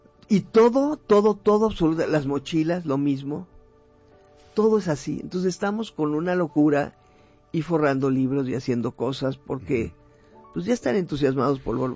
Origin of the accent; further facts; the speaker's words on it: Mexico; Y me di cuenta cómo México, primero que nada, somos todos los mexicanos.